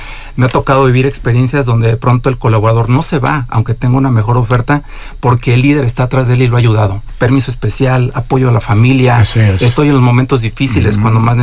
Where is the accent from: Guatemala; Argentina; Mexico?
Mexico; como mexicanos nos hemos castigado mucho